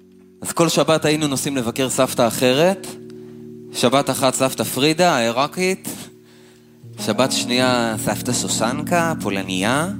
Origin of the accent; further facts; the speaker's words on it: Afula, Northern District, Israel; ילד עיראקי ופולני שגדל באפולה, האם עם אמא של הפריפריה.